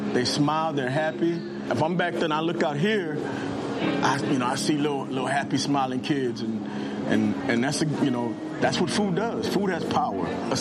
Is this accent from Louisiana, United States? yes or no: yes; Lafayette, Louisiana, United States; I'm from Lafayette, Louisiana. If you're born and raised in South Louisiana and you can't cook, that's a problem. It's my culture, it's my passion, and I'm good at it.